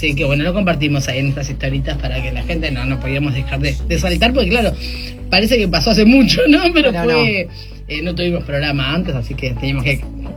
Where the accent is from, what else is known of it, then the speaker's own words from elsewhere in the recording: Uruguay; somos los uruguayos